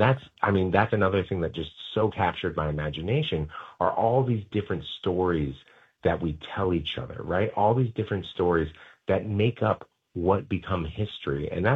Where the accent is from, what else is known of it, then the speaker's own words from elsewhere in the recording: Boston, Massachusetts, United States; So I was raised in the Catholic Worker, which is a great organization, still works to this day. And I was raised in inner city Boston.